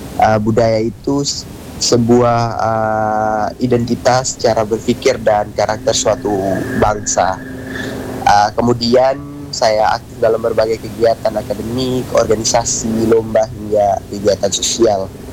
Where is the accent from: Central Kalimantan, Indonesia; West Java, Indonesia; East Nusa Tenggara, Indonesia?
East Nusa Tenggara, Indonesia; Raijua Island; Saya lahir dan besar di Pulau Rejua, sebuah pulau kecil yang kaya akan budaya dan nilai-nilai kehidupan. Sejak kecil saya hidup berdampingan dengan adat, tradisi, dan kearifan lokal.